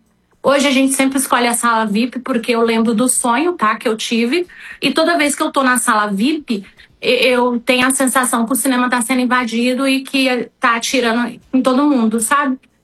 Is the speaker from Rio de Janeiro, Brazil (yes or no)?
no; Santa Catarina, Brazil; que nós somos de Santa Catarina